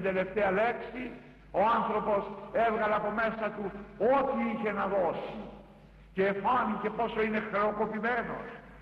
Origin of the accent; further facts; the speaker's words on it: Corfu, Ionian Islands, Greece; την Κέρκυρα, την πατρίδα μου.